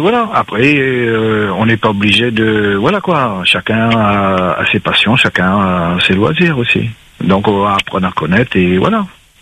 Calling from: Saint-Denis, Réunion; moi je suis à Saint-Denis

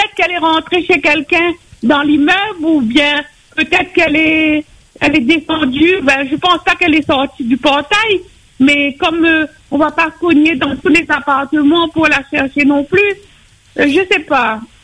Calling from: Saint-André, Réunion; Moi, j'habite à Saint-André, mon mari aussi.

